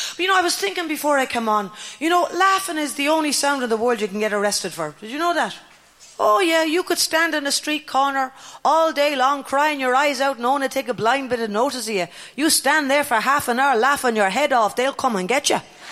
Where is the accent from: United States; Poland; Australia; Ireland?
Ireland; Dublin, Leinster; born there; I was born in Dublin, which was handy because it was near my parents. They weren't too thrilled. Another one, they thought. You know, I come from a big, huge Irish Catholic family.